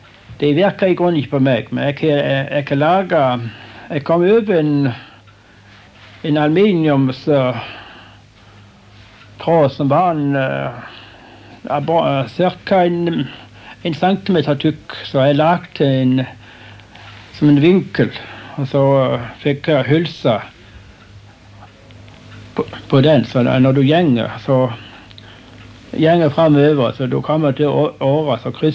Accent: Lyngdal, Agder, Norway; og da begynte Lodd å pendle her hjemme i Lyngdal. Det var da jeg og talte med et menneske på Jæren, og jeg stod hjemme i Lyngdal.

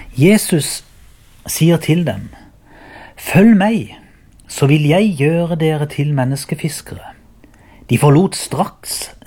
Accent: Byrmo, Agder, Norway

